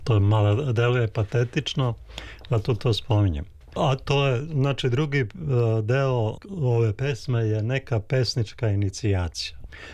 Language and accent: Serbian; Prijedor, Republika Srpska, Bosnia & Herzegovina; u ambijent u kojem sam ja odrastao. Ja sam iz Prijedora, imaju dve reke, i ta jedna reka manja, Gomjenica, koja izvire inače u Kočićevom kraju